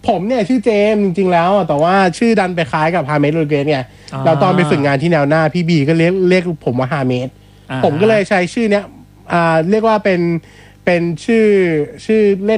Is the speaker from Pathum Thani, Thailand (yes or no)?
yes; Lam Luk Ka, Pathum Thani, Thailand; also born or lived in Min Buri, Bangkok; ผมเนี่ยเป็นคนลำลูกกาแต่ว่าลูกครึ่งเนี่ยหมายความว่าไงผมต้องมีเชื้อสายอื่นไหม ผมเป็นคนลำลูกกาใช่